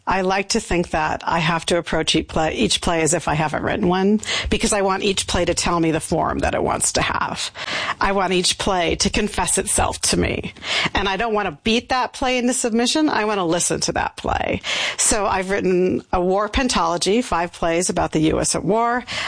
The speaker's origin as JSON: {"language": "English", "region": "California", "country": "United States", "tie": "born or raised there", "also_born_or_lived": "Oregon, United States", "said": "I was born in California, as my New Mexican family had relocated to California for economic reasons. So I was born there. And while I was in high school, my family relocated to Oregon."}